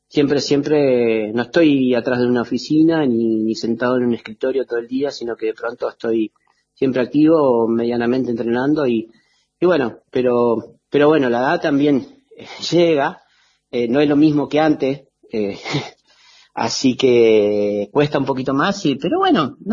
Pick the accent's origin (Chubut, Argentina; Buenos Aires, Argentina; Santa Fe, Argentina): Chubut, Argentina; Esquel; moved away as an adult; now in El Chaltén, Argentina; Mi corazón siempre está en Esquel y yo amo Esquel y soy de Esquel, o sea, por más que esté trabajando hoy en Santa Cruz, en Chaltén